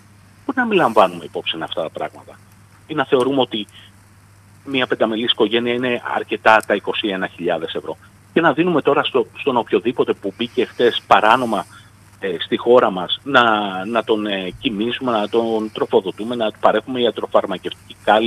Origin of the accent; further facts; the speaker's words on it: Greece; Εγώ σαν Έλληνας